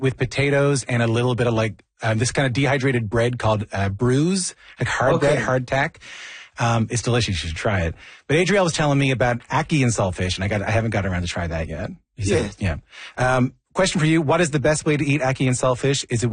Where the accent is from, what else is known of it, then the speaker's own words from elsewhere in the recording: Newfoundland and Labrador, Canada; I'm from Newfoundland, and we eat a lot of salt fish in Newfoundland, right?